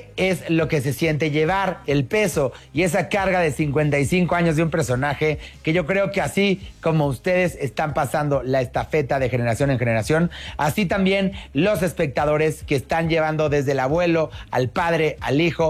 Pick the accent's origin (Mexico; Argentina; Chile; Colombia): Mexico; este legado que nos identifica a todos como mexicanos?